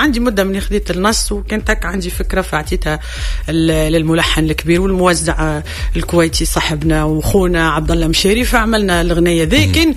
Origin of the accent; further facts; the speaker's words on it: Tunisia; أنا مواطنة تونسية